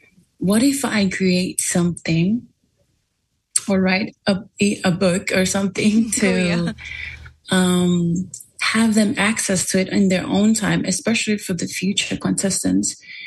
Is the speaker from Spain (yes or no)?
no; Vava'u, Tonga; now in Nuku'alofa, Tonga; I hail all the way from the Kingdom of Tonga, originally from my paradise home, Ova'u, also known as Kololo Alai Valu.